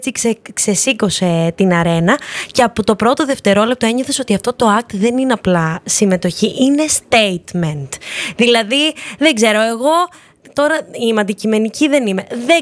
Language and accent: Greek; Greece; το έχουμε σαν Έλληνες